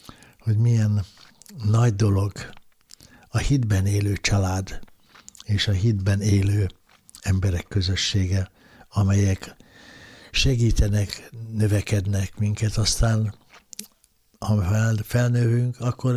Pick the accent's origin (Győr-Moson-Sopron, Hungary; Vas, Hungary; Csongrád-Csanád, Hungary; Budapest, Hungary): Budapest, Hungary; az én hazám, szűkebb hazám itt volt Angyalföldön, amelyen elindultam az élet útján, itt születtem, és itt éltek nagyszüleim is, édesanyám is, nagyszüleim is.